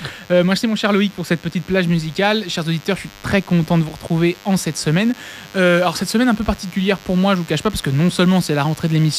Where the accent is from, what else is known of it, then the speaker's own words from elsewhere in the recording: France; chez nous en France